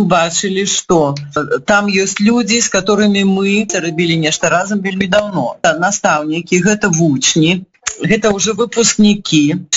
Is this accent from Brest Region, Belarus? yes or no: no; Navahrudak, Grodno Region, Belarus; і нас пустілі да Міцкевіча, таму што мы з Новагрудка.